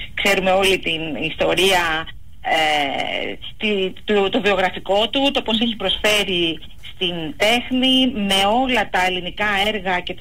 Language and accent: Greek; Patras, Western Greece, Greece; moved away